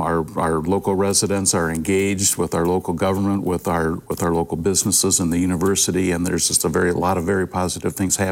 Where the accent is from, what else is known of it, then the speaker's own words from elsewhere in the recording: Bowling Green, United States; and I grew up in Bowling Green, I've never lived anywhere else